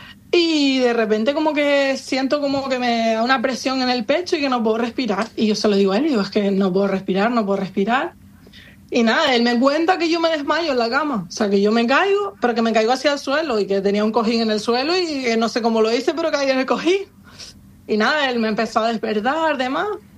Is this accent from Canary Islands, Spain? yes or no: yes; Canary Islands, Spain; Yo soy de Lanzarote